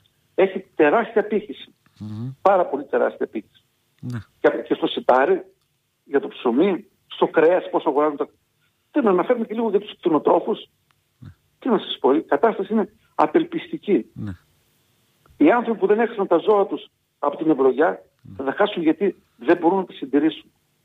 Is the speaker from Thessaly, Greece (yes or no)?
yes; Thessaly, Greece; Χαρακτηριστικό παράδειγμα σας αναφέρω ότι στο χωριό μου, το οποίο είναι η μητέρα Καρδίτης, έχει γυμνάσιο.